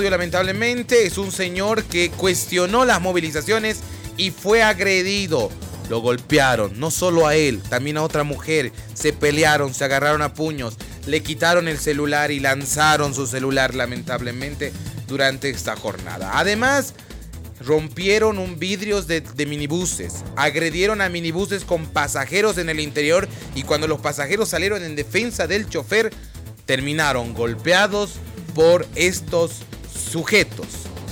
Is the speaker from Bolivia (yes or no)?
yes; Bolivia; yo como ciudadano boliviano lloro.